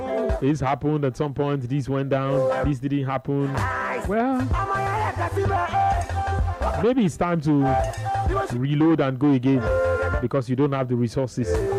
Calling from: Ifo, Ogun, Nigeria; from Ifo, Ogun State.

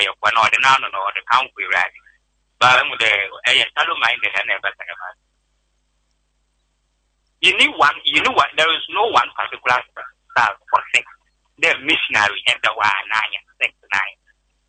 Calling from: Onkotompo, Ghana; from Onkotompo.

